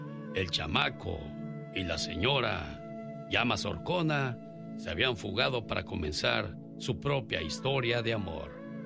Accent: Baja California, Mexico; moved away; salí de Baja California Norte, pero Baja California Norte nunca salió de mí.

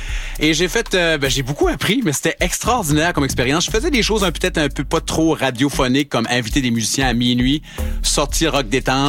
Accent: New Brunswick, Canada; Et comme j'ai un POV du Canada, de l'Acadie, moi, je viens du Nouveau-Brunswick, c'est certain que j'ai des références musicales différentes.

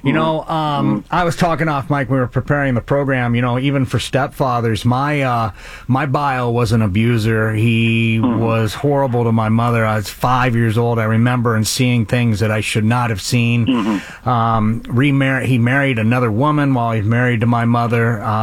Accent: New Hampshire, United States; where I grew up in New Hampshire.

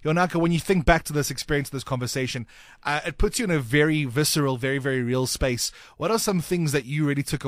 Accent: South Africa; you have an obligation as a South African to do the right thing and to take part in the process of healing our country.

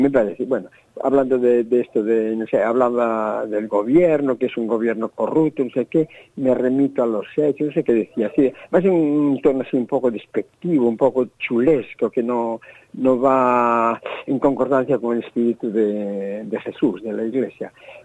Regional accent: Ares, Galicia, Spain; now in Cambados, Spain; era ya en mi pueblo, yo era de Ares, vivía allá y era como hablábamos allí, aunque era un mal gallego, pero bueno, me la aprendí.

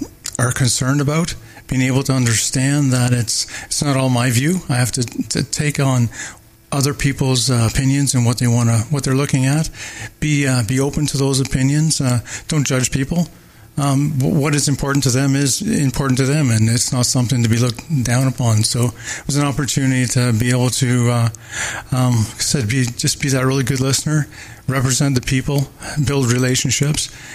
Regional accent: Kawartha Lakes, Ontario, Canada; born there; also born or lived in Barbados; now in Haliburton, Canada; I was down in the Coastal Lakes through high school days.

